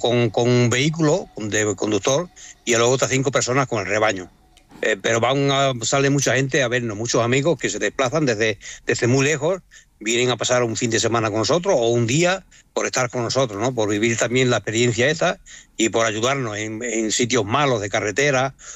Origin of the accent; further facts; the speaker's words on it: Extremadura, Spain; Yo soy de Extremadura, ¿no? En mi casa, en Extremadura y en la finca, pues allí organizo las parideras